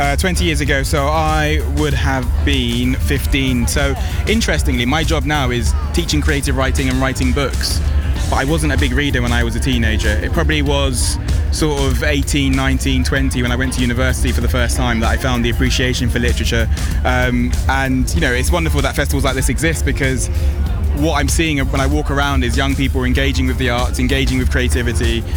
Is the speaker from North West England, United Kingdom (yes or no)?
no; London, United Kingdom; moved away as an adult; now in East Anglia, United Kingdom; I think when I moved to East Anglia, I grew up in East London, but I moved to East Anglia maybe about 10 years ago now.